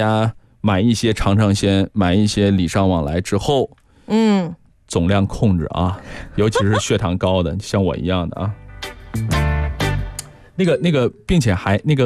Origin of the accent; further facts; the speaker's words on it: Tongyu, Jilin, China; now in Guangdong, China; 你知道我这个在东北长大的娃儿